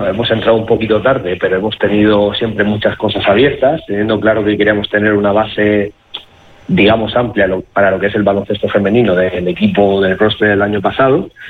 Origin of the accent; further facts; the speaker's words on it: Region of Murcia, Spain; moved away as an adult; now in Guernica, Spain; Allí en mi tierra, en Murcia, era profesor